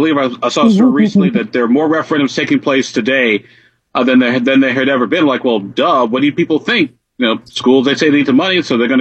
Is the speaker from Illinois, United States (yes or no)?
yes; Illinois, United States; Back in my home state of Illinois, they finally started to look at township government, believe it or not.